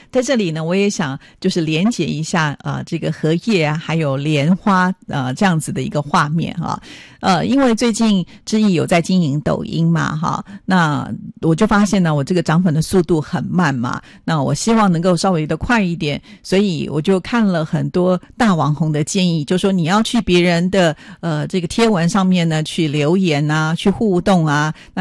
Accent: Taiwan; 我来自台湾嘛

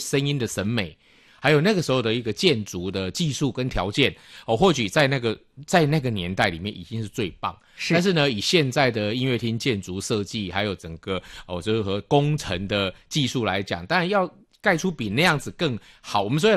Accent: Taiwan; 我们台湾人

